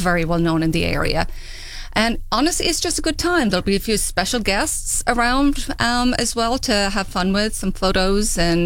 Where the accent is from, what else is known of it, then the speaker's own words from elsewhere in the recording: Ireland; moved away; I'm from Ireland, so the idea actually came from there. Small town, 3,500 people